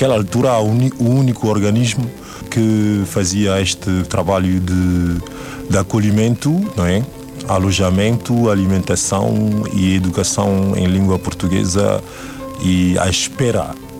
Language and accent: Portuguese; Côte d’Ivoire; born there; Portuguese is a second language; Sim, porque nós nascemos na Primeira República da Costa de Marfim.